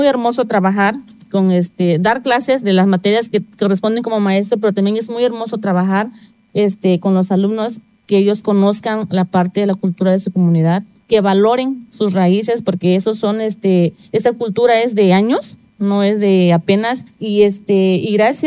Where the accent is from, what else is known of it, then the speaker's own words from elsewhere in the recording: Cochoapa, Guerrero, Mexico; soy originaria de Cochoapa, pero estoy trabajando aquí como docente en el Bachillerato Intercultural Plantel 08 Zapualpan.